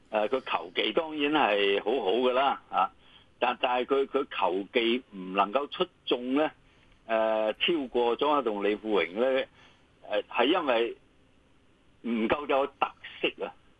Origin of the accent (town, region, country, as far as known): Hong Kong